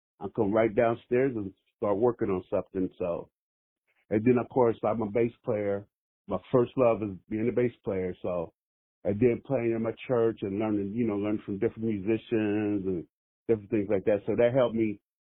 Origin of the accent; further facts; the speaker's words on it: Cincinnati, Ohio, United States; now in Toledo, United States; Born and raised in Cincinnati.